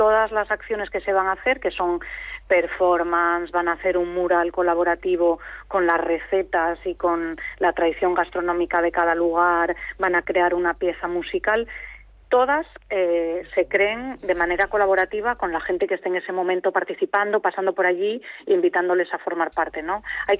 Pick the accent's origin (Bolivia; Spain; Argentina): Spain; Asturias; todo lo que nos ha conformado como asturianos y asturianas